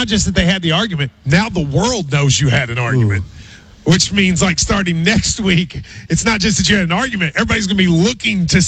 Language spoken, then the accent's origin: English; Middlesboro, Kentucky, United States; I grew up in Middlesbrough.